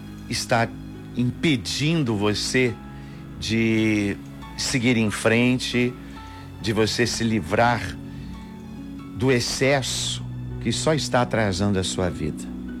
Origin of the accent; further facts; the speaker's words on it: Minas Gerais, Brazil; para nós que somos de Minas, né?